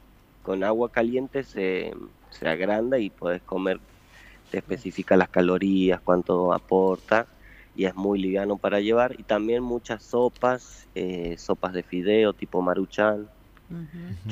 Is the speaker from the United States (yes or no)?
no; Argentina; somos 12 los argentinos que han subido el Lhotse